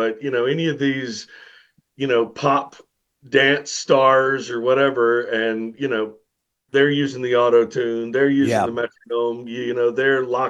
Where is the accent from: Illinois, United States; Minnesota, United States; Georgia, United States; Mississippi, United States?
Mississippi, United States; And growing up in Mississippi, I grew up around those kind of crackly records, going through the tours of the Jimmy Rodgers Museum, or, you know, when my granddad would take me to Clarksdale